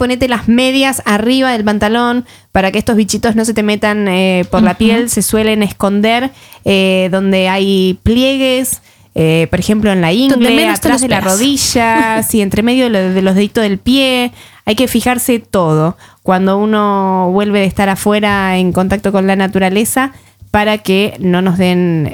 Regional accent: Argentina; Ahora me puse así como argentina patriota.

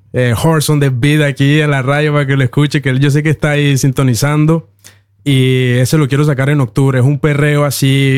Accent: Cali, Valle del Cauca, Colombia; now in Norway; Soy de Cali, la sucursal de la salsa.

